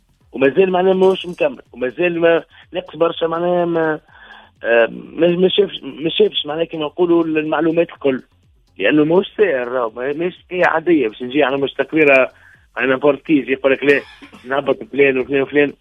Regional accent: Tunisia

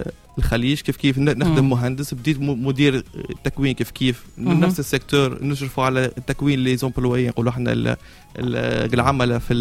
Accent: Sfax, Sfax Governorate, Tunisia; born or raised there

